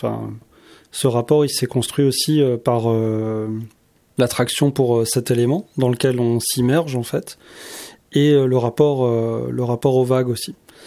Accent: Grand Est, France; moved away; ma mère est bretonne, mais j'ai grandi en Alsace.

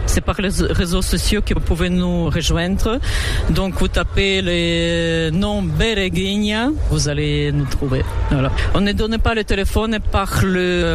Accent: Lviv Oblast, Ukraine; French is a second language; moved away as an adult; now in France; je suis depuis déjà 30 ans en France et je viens des côtés de Lviv. C'est à 80 km de la frontière polonaise, donc on est à l'ouest d'Ukraine.

